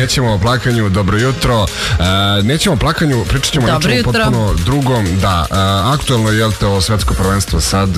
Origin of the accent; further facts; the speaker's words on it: Serbia; Aha, misliš kao mi Srbi.